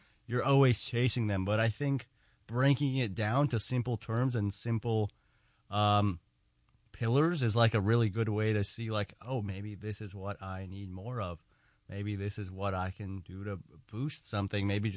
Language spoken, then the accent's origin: English; New York City, New York, United States; I'm from New York City. I'm from Queens.